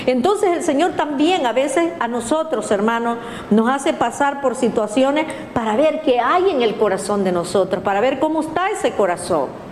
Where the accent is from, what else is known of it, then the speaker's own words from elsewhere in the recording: El Salvador; Nosotros como salvadoreños tenemos nuestra cultura, como pueblo que somos, que hemos nacido y hemos crecido con esa cultura nosotros en nuestro país.